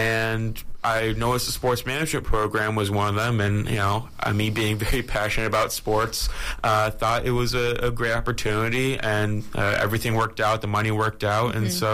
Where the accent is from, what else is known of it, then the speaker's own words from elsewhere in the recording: Merrick, New York, United States; All right, so … I'm from Merrick, New York, about 30 minutes away from LIU Post.